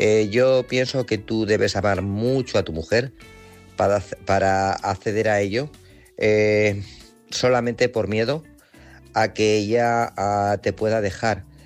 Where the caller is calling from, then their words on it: Guadalajara, Castilla-La Mancha, Spain; de Guadalajara.